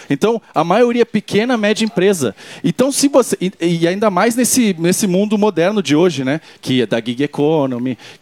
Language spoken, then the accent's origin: Portuguese; Itaquera, São Paulo, Brazil; born there; Deixa eu te dizer, eu nasci em Itaquera, e, pô... Quem mora em Itaquera, às vezes, na maioria das vezes, não queria morar num lugar ruim.